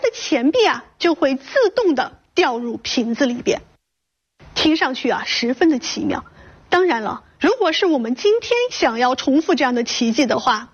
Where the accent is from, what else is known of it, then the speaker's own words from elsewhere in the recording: Chengdu, Sichuan, China; 咱们成都人在为这些外来的幻术叫好之余啊，想必绝不会让外来的和尚占尽了风头。我们啊，也是一座藏龙卧虎的城市